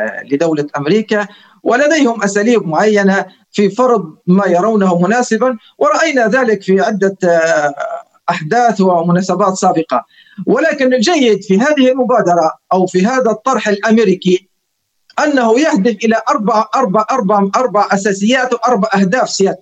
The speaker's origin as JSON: {"language": "Arabic", "country": "Libya", "said": "نحن كصحافة ليبية وكصحافة وطنية"}